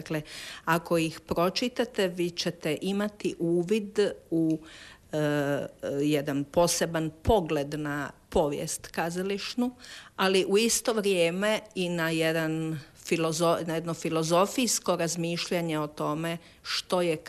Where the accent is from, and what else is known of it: Croatia